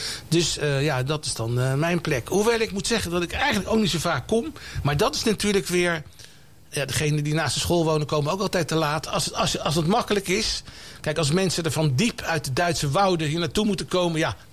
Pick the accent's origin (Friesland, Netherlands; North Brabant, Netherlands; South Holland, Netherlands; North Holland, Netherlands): South Holland, Netherlands; The Hague; born there; ik ben in het Statenkwartier geboren.